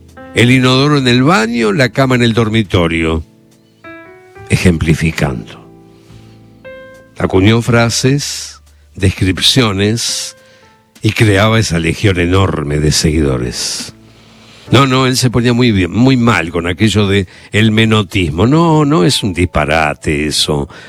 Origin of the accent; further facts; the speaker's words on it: Rosario, Santa Fe, Argentina; Yo soy demasiado rosarino. Para mí Rosario es una ciudad distinta, es como un barrio gigante desde Buenos Aires.